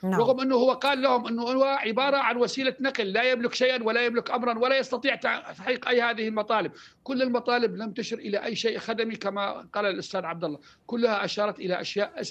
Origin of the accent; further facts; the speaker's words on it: Al-Malikiyah, Al-Hasakah Governorate, Syria; تصور أن أنا من أبناء المنطقة المالكية، أبناء قريتي اللي تابعين المنطقة المالكية وناحية العربية بشكل كامل